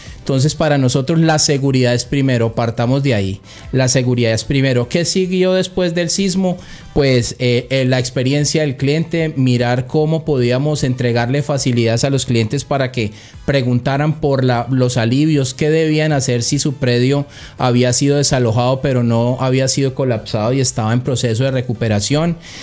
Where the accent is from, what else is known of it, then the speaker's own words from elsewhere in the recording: Cali, Valle del Cauca, Colombia; también como caleños, como una empresa caleña